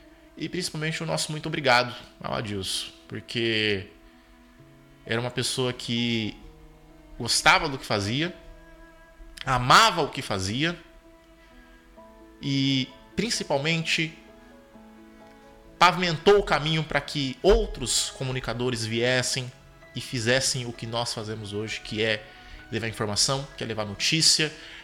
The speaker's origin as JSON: {"language": "Portuguese", "town": "Três Lagoas", "region": "Mato Grosso do Sul", "country": "Brazil", "said": "assim como eu também sou do Feijão Queimado, Nossa Senhora Aparecida, ali na rua Manuel Pedro de Campos, 827."}